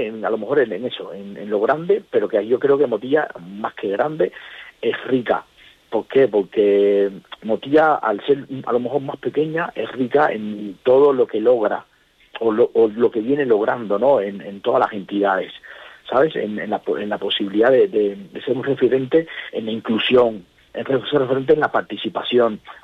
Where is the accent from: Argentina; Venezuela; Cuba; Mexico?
Cuba; now in Albacete, Spain; yo por ejemplo soy cubano, pero cuando ya me relaciono con muchas personas, por ejemplo desde el punto de vista administrativo, yo le digo que soy un albaceteño de Cuba